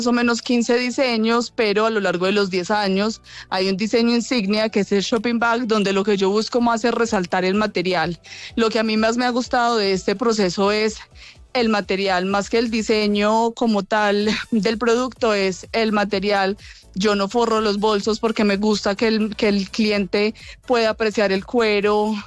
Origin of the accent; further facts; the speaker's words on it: Manizales, Caldas, Colombia; now in Bogotá, Colombia; Hay una feria que no me pierdo, que es la feria de mi ciudad. Yo soy de Manizales y en la feria artesanal en enero llevo más o menos 8 años asistiendo